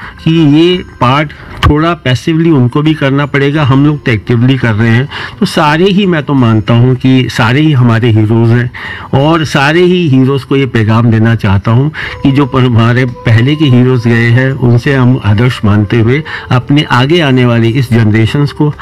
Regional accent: Faridabad, Haryana, India; born there; मैं फरीदाबाद का ही निवासी हूँ

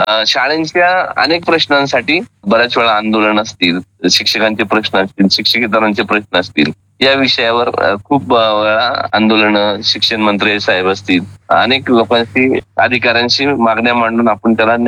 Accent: Vinjar Nasrapur, Maharashtra, India; माझं गाव मूळचं विंजर नसरापूर या भागात आहे, पुणे जिल्ह्यातच। अतिशय डोंगरी भागामध्ये ते गाव होतं, मी 10वीपर्यंत शिक्षण तिथंच घेतलं।

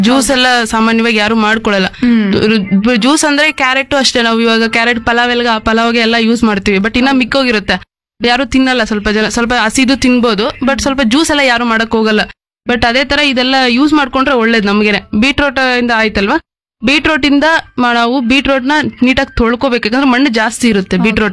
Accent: Kolar Gold Fields, Karnataka, India; ನಾನು ಕೆಜಿಎಫ್ ಗ್ರಾಮಾಂತರ ಕಡೆಯಿಂದ ಬಂದಿದ್ದೀನಿ.

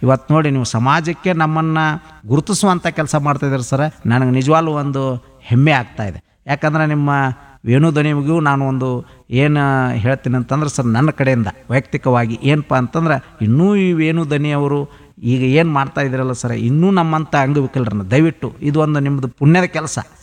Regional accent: Belagavi, Karnataka, India; ನಮ್ಮ ಬೆಳಗಾವಿ ವೇಣುದನಿ ಮಾಡ್ತಾ ಇದೆ.

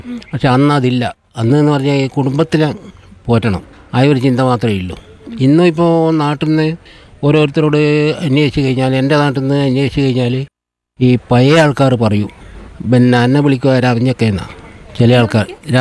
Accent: Thillankeri, Kerala, India; Thillankeri.

